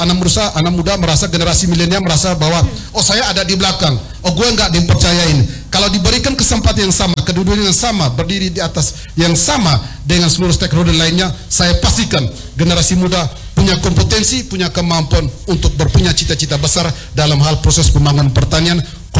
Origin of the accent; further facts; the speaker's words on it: Nuakota, Indonesia; Lebih spesifiknya di Desa Manulondo, kampung saya tercinta ini, yaitu Kampung Nuakota.